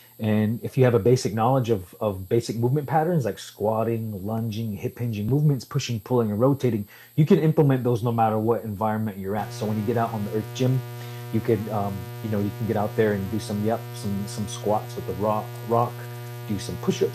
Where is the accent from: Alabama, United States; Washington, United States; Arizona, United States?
Arizona, United States; Salt River; even just growing up in Salt River, I would hear elders kind of talk